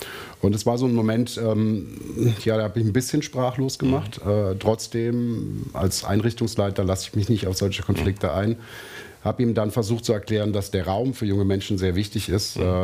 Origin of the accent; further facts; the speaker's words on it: Germany; first language German; Und meine Mutter ist deutsch. Und ich bin deutsch sozialisiert worden. Mein Freundeskreis war deutsch. Das ist meine Muttersprache.